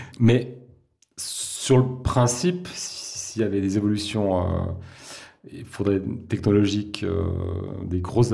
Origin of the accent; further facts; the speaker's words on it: Switzerland; on est Suisse